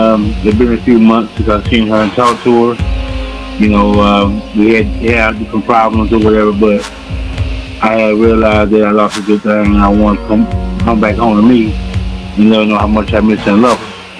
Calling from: Tulsa, Oklahoma, United States; I'm calling from Tulsa, Oklahoma.

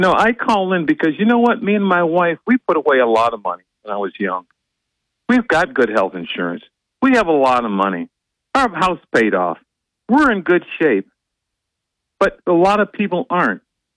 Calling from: Binghamton, New York, United States; Hey, good morning, Bob. … from Binghamton.

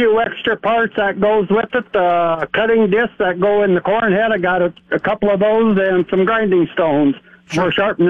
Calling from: Springfield, South Dakota, United States; First Springfield, South Dakota.

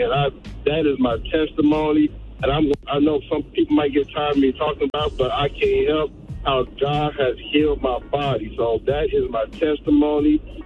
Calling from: Columbus, Ohio, United States; calling from Columbus, Ohio.

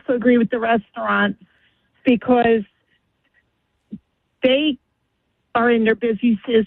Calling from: Freehold, New Jersey, United States; calling from Freehold.

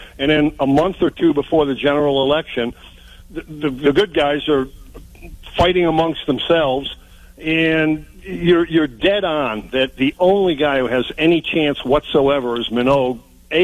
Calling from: New Hampshire, United States; I'm from New Hampshire

